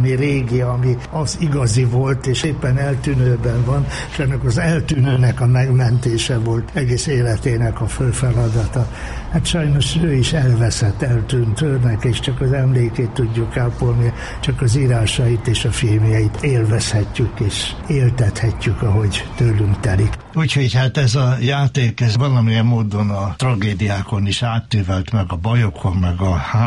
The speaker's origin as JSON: {"language": "Hungarian", "town": "Győr", "region": "Győr-Moson-Sopron", "country": "Hungary", "tie": "born or raised there", "also_born_or_lived": "Budapest", "said": "Budapesten születtem, de hogy mondani szoktam, hogy eszmélyésem város a Győr, mert hát fél éves koromban oda kerültem."}